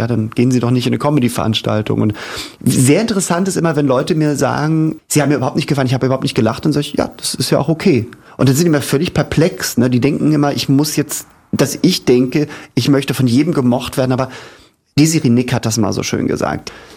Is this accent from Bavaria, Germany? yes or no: no; Hamburg, Germany